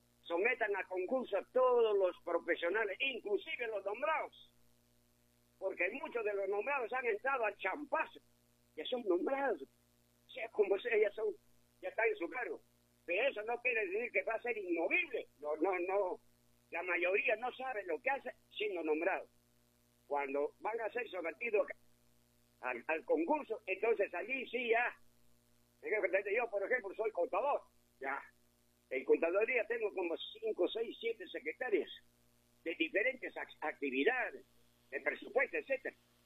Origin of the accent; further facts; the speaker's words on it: Peru; todos somos peruanos